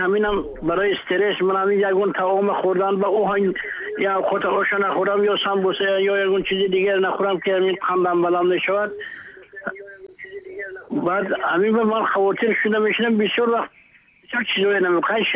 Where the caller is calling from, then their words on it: Guliston, Sughd, Tajikistan; Ман аз шаҳри Гулистон, вилояти Суъоди Хайрокун